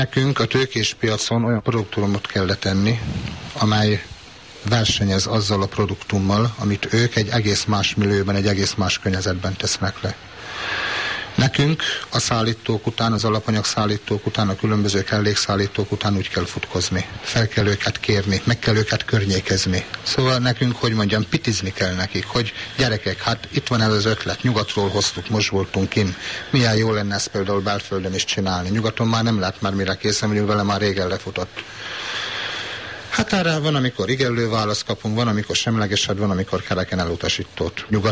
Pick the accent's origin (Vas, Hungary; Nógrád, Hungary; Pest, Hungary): Vas, Hungary; Szombathely; accent: Vas; also born or lived in Soviet Union; Igen, itt születtem 40 évvel ezelőtt. A megye határait azt mindössze 5 évre hagytam el. Visszajöttem ide a Szabáriába az egyetem elvégzése után